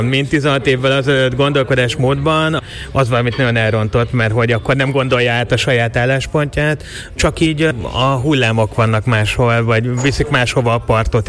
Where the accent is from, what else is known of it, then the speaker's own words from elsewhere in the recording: Budapest, Hungary; Hát én gyerekkorom óta például Józsefvárosban élek, pár éves kitérővel, ilyen szempontból lokálpatrióta vagyok, és gyökereteresztettem.